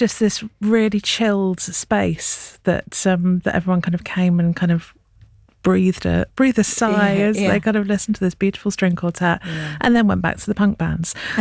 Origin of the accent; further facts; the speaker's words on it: London, United Kingdom; I'm born and bred in London.